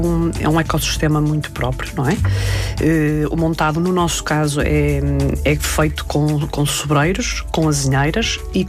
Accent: North, Portugal; sendo eu nortenha, até poderia ter feito mais sentido este projeto que eu hoje tenho ter sido pensado para a região do Douro ou para a região dos Vinhos Verdes

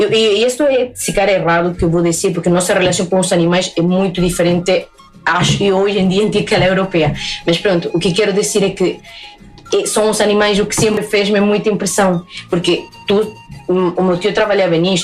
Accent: Pucallpa, Ucayali, Peru; Portuguese is a second language; E, por acaso, de onde eu sou, que é Pucallpa, é o rio Ucayali.

